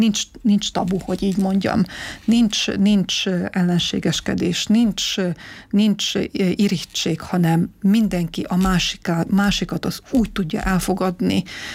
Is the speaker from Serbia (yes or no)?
yes; Novi Sad, Vojvodina, Serbia; Viszont a Újvidéken nőttem föl, ott születtem, ott nevelkedtem, és legtermészetesebb volt ugye, hogy szerbül is tanulunk